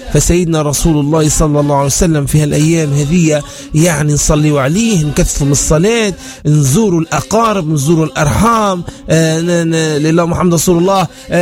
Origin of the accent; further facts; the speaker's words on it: Tunisia; بلادنا تونس